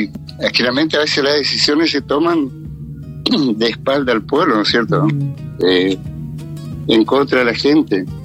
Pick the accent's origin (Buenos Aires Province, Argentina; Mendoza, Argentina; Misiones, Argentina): Misiones, Argentina; El Soberbio; Yo soy nacido en el paraje La Barra y me jubilé como docente en el paraje La Barra. Entonces uno sale y siempre con orgullo diciendo, soy de Soberio. Te preguntan, ¿de dónde viniste? Vengo de Soberio o voy a Soberio.